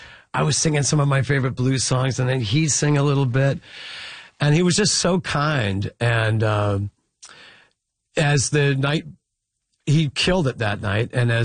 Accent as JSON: {"language": "English", "town": "Regina", "region": "Saskatchewan", "country": "Canada", "tie": "born or raised there", "said": "And then we did the same thing the next night in my hometown of Regina. And now I'm in my hometown with like people I knew in the audience"}